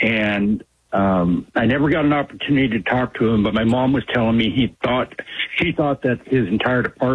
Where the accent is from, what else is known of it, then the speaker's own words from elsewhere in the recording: Cottage Grove, Oregon, United States; also born or lived in Bronx, New York; Well, Lars, I'm 63 years old. I've lived in Cottage Grove over 50 years. Uh-huh. I actually went to kindergarten in the Bronx, New York, when I was little, and my mom was born and raised in the Bronx.